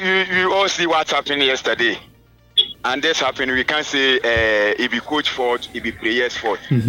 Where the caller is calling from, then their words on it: Abuakwa, Ashanti, Ghana; we, the people in Ghana